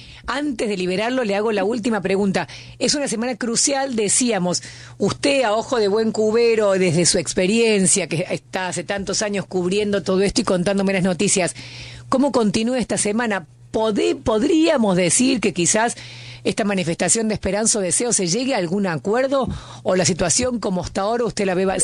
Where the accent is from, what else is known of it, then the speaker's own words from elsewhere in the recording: Argentina; nosotros somos Argentina